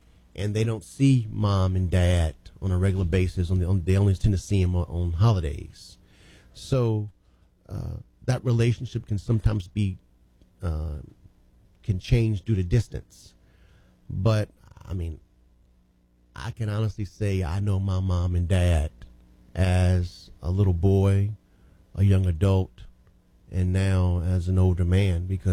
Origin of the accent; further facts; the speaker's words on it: Alexandria, Louisiana, United States; But I'm Alexandria born, I'm Alexandria bred, and when mm-hmm. I die, I'm going to be Alexandria dead. So this is my home. I'm not going anywhere.